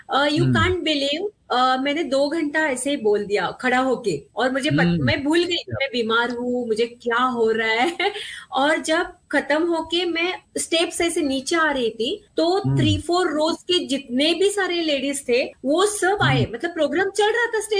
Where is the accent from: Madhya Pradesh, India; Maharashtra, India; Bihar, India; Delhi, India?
Maharashtra, India; Pune; Actually मैं पूना से हूँ, महाराष्ट्र पूना से।